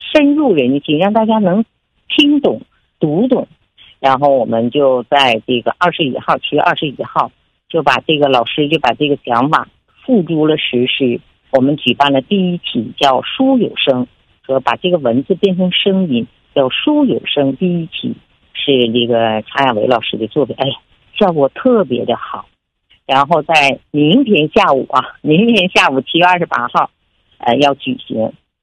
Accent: Northeast China, China

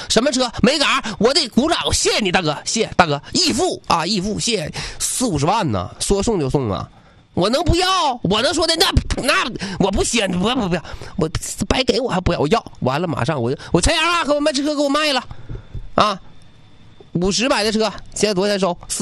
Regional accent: Northeast China, China

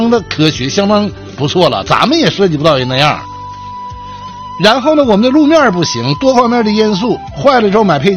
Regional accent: China

